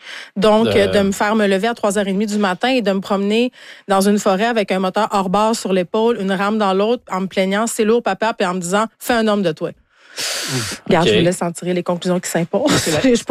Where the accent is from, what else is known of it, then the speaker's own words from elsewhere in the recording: Saguenay, Quebec, Canada; parce que, bon, je viens du Saguenay, j'arrête pas de le répéter.